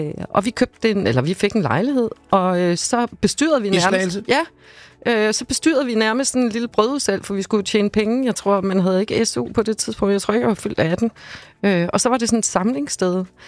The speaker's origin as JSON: {"language": "Danish", "town": "Slagelse", "region": "Zealand", "country": "Denmark", "tie": "born or raised there", "also_born_or_lived": "Havrebjerg", "said": "Jeg er født i Slagelse."}